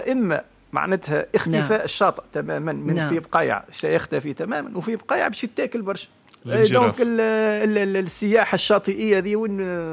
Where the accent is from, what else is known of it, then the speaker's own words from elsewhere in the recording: Tunisia; عندنا في تونس